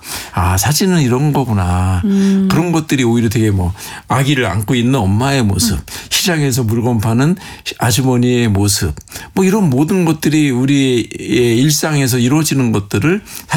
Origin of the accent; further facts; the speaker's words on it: South Korea; 근데 제가 사정을 했어요. 내 한국에서 왔는데 안 되는 영어로 진짜 사정을 했어요.